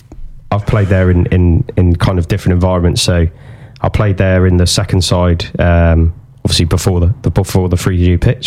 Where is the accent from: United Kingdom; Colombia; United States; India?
United Kingdom; Poole, South West England; I was born in Poole.